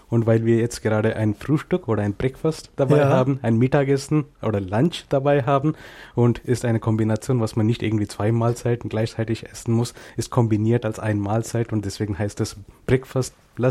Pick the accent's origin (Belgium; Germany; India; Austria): India; first language Kannada; German is a second language; Meine Muttersprache heißt Kanada, genau wie das Land Kanada. Aha. Eigentlich, lustigerweise. Aber das ist einer der mehr offiziellen Sprachen in Indien.